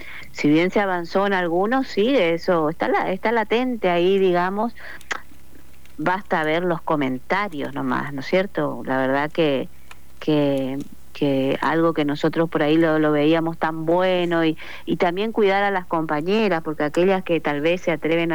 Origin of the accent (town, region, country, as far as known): Oberá, Misiones, Argentina